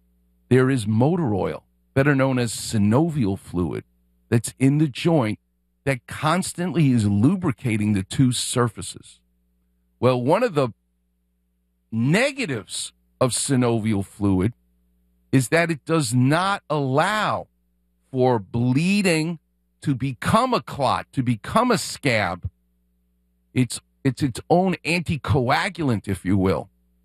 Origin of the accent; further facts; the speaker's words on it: Queens, New York, United States; I'm from Queens.